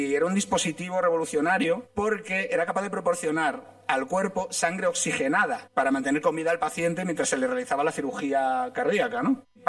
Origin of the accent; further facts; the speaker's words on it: Galicia, Spain; Soy gallego.